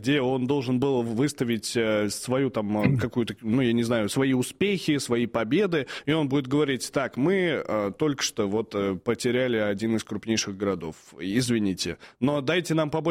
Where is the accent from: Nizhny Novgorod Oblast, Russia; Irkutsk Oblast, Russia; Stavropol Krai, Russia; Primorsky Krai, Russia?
Nizhny Novgorod Oblast, Russia; Nizhny Novgorod; moved away; я как раз из Нижнего уезжал, я домой приезжал погостить на выходные.